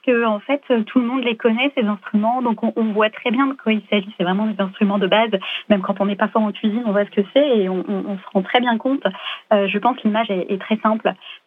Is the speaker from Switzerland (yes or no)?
no; France